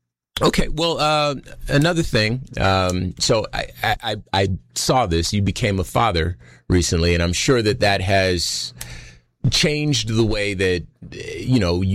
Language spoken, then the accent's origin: English; Compton, California, United States; So I'm from Compton, California, right? My mom was on dope. My dad was on dope.